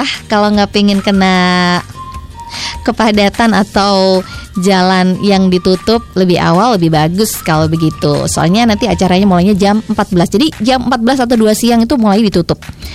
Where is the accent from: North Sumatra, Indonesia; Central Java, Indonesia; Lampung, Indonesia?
Central Java, Indonesia; Magelang; Asal Magelang kalau saya.